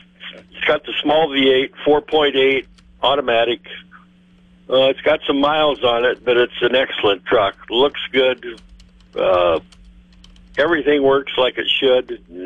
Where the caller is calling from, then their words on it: Dakota City, Nebraska, United States; I'm in Dakota City, Nebraska.